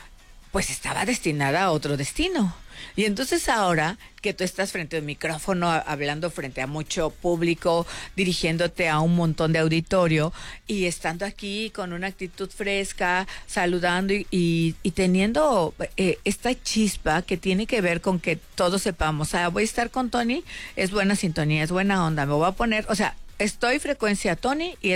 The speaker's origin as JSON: {"language": "Spanish", "town": "Chilpancingo", "region": "Guerrero", "country": "Mexico", "moved": "yes", "said": "ir camino a mi pueblo de Chilpancingo"}